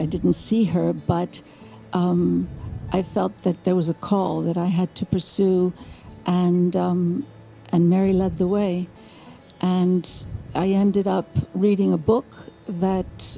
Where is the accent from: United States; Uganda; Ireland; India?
India; born there; I was born in India, so I do have an Indian name